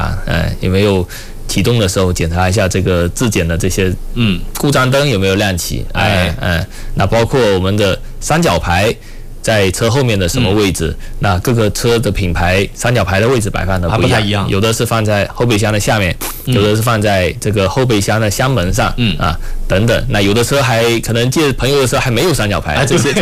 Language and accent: Chinese; Fuzhou, Fujian, China; 因为我是福州人，这个普通话这个翘舌平台智驾和自驾分不清楚啊